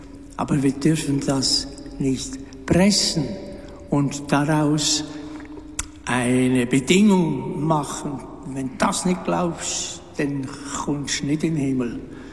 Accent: Switzerland; Als Schweizer habe ich gefragt in unserem Land

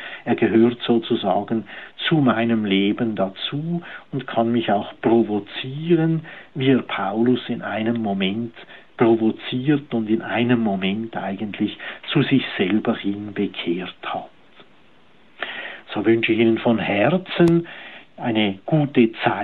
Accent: Switzerland; wir Schweizer ja sozusagen auch die Heiden, wir sind ja nicht Juden gewesen, sondern außerhalb des Judentums aufgewachsen

